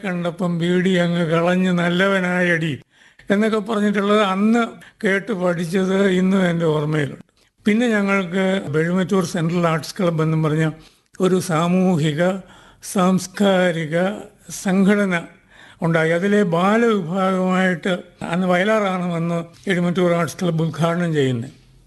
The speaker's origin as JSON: {"language": "Malayalam", "town": "Ezhumattoor", "region": "Kerala", "country": "India", "tie": "born or raised there"}